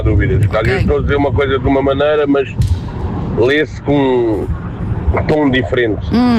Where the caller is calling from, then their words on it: Seixal, Setúbal, Portugal; do Seixal, o espanhol